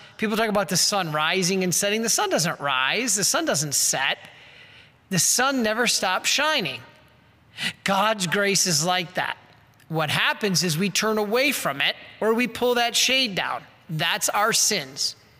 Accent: Detroit, Michigan, United States; I'm from Detroit.

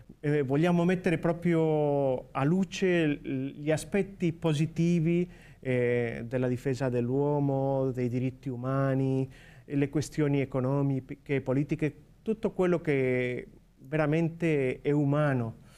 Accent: Spain; Italian is a second language; moved away; vengo dalla Spagna, quindi dovete avere pazienza con il mio italiano

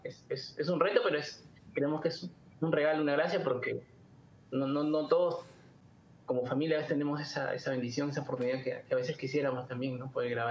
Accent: Peru; now in Brazil; En Perú nos gusta mucho el fútbol

